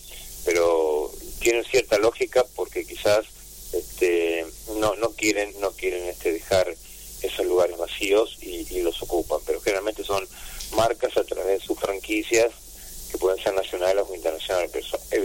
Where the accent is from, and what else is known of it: Moreno, Buenos Aires Province, Argentina